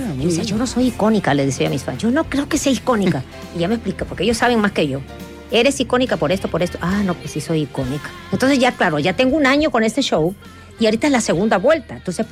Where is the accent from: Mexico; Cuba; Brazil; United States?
Mexico; Yo soy la mexicana más chilena